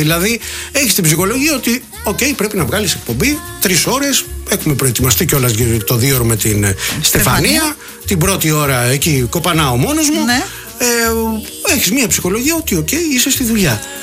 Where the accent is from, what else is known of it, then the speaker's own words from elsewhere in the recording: Mani, Peloponnese, Greece; Δεν το ξέρω ούτε εγώ που είμαι από τη Μάνη.